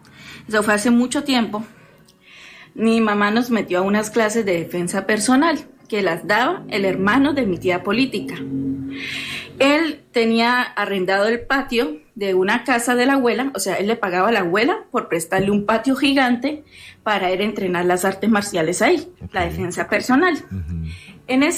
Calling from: Cúcuta, Norte de Santander, Colombia

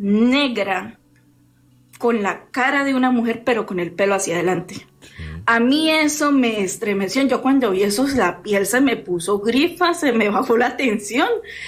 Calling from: Cúcuta, Norte de Santander, Colombia

